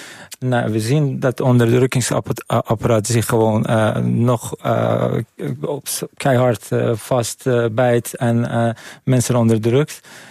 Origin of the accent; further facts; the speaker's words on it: Iran; now in Netherlands; Dat is iets wat mij persoonlijk als Iraniër zorgen baart.